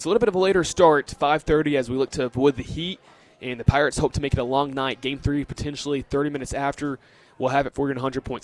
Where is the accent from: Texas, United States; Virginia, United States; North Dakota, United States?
Texas, United States; Holiday; from Holiday.